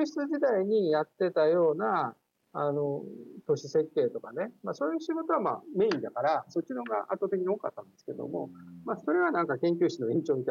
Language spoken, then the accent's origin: Japanese; Hyogo, Japan; moved away; もともと私、出身が関西というか、兵庫県だったんで